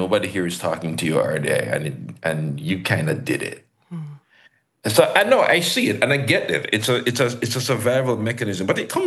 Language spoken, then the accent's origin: English; Jamaica; I think it would have been very easy for me to simply assume, well, I'm a Jamaican, I don't need to check anything.